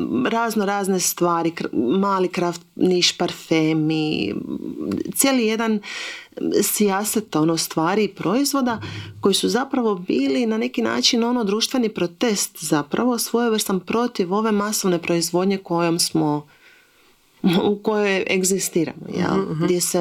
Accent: Croatia; kod nas u Hrvatskoj

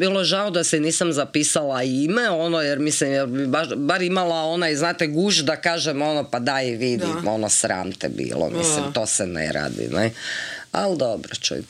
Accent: Slavonia, Croatia; jer sam, ja sam inače Slavonka, ali ne znam, malo imam te naive

